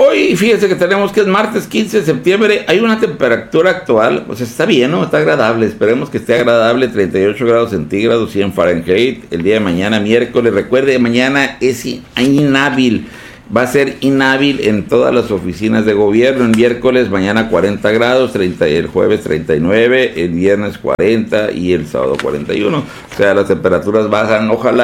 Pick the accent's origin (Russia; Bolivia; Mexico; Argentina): Mexico; Pues es que yo soy del Valle, ¿no? De hecho, mucho tiempo viví en el 43